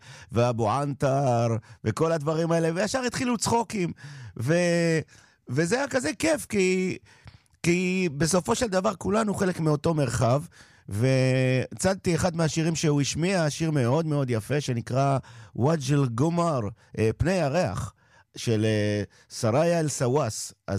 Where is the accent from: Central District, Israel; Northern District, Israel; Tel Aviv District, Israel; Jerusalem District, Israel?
Tel Aviv District, Israel; Tel Aviv; אנחנו מתל אביב, וישר הסברתי לו שאנחנו בכלל חלק מהמרחב, כאילו שאצלי בבית מדברים טוניזאית